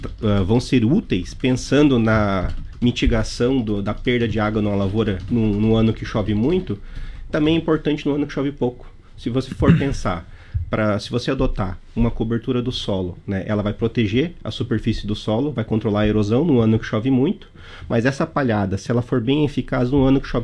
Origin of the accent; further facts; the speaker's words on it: Santa Catarina, Brazil; moved away as an adult; now in Western Santa Catarina, Brazil; eu não sou natural do Alto, eu não sou natural aqui do Oeste, Santa Catarina, né? Eu sou natural do Alto Vale Itajaí